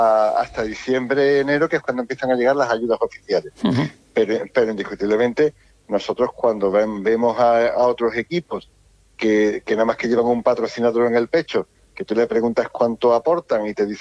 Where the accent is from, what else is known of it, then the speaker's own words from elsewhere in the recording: San Fernando, Andalusia, Spain; now in Conil de la Frontera, Spain; yo no soy ni de Guadalcacín, yo soy un cañailla que vive en Conil